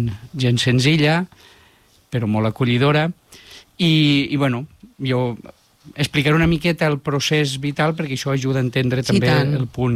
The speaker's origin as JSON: {"language": "Catalan", "town": "Betxí", "region": "Valencian Community", "country": "Spain", "tie": "born or raised there", "said": "de Betxí, del meu poble"}